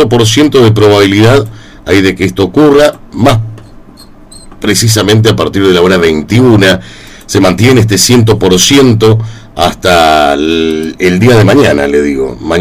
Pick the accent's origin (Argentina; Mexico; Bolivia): Argentina; Patagonia; Somos patagónicos, estamos acostumbrados